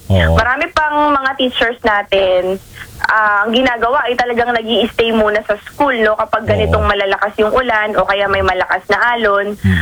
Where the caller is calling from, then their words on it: San Jose del Monte, Central Luzon, Philippines; Opo, dito sa San Jose del Monte po.